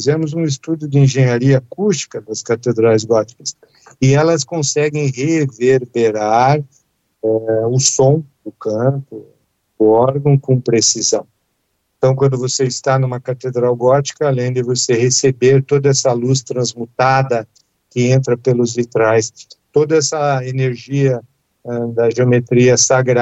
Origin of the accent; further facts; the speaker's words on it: Curitiba, Paraná, Brazil; born there; Eu nasci em Curitiba.